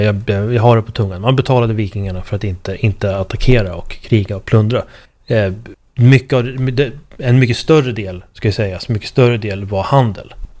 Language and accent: Swedish; Sweden; Jag har varit med mig ibland att utlänningar har frågat mig då, för att jag är svensk